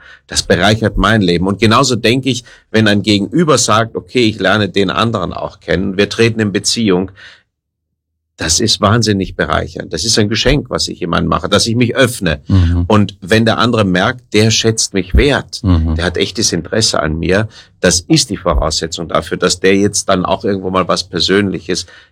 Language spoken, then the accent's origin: German; Rhineland, Germany; Ich bin ein Rheinländer, ja, ja